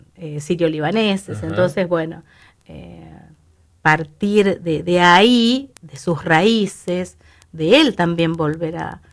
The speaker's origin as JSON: {"language": "Spanish", "region": "Santa Fe", "country": "Argentina", "also_born_or_lived": "Río Gallegos / Gobernador Gregores", "moved": "as an adult", "said": "Yo siempre vengo de Santa Fe"}